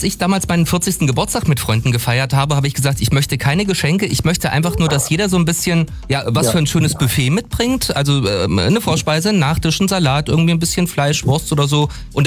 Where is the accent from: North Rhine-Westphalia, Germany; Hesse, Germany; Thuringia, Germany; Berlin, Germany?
Thuringia, Germany; Als Thüringer